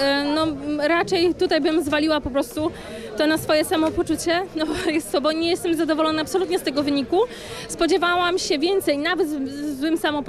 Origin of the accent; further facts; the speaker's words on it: Podlaskie Voivodeship, Poland; bardzo chciałam wystartować u siebie na Podlasiu, przed swoją publicznością.